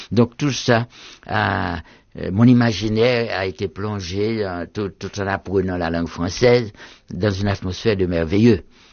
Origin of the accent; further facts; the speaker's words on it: Jacmel, Sud-Est, Haiti; c'est ce qui m'a frappé quand je suis arrivé dans ma ville natale, surtout.